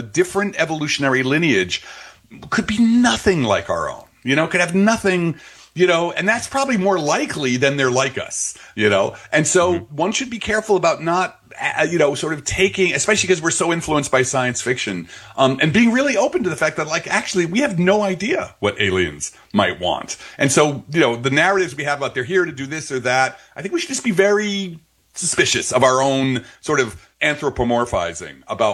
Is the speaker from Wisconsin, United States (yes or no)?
no; Belleville, New Jersey, United States; I'm from Jersey. I'm from like the Newark area. I'm up from Belleville.